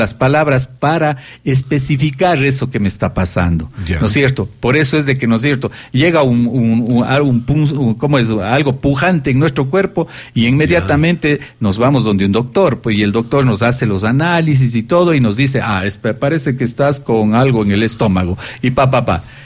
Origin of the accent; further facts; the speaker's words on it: Ecuador; yo soy ecuatoriano